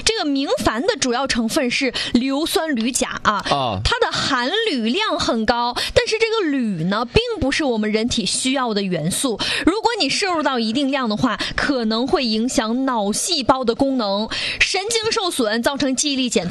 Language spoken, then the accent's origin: Chinese; Northeast China, China; 因为我们东北人特别喜欢吃炖菜嘛